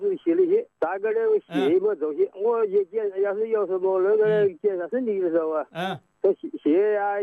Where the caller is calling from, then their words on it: Jiangxi, China; 我是江西的。